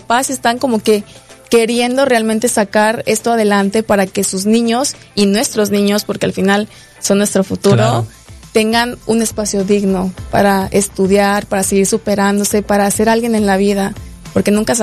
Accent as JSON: {"language": "Spanish", "region": "Chiapas", "country": "Mexico", "said": "Yo soy chiapaneca y conozco perfectamente de todos los problemas que se viven día a día acá."}